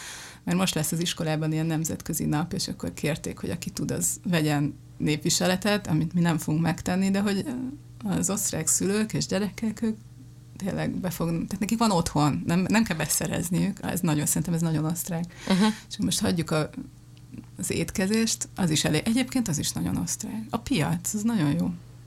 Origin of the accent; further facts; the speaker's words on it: Budapest, Hungary; moved away as an adult; now in Linz, Austria; én budapesti vagyok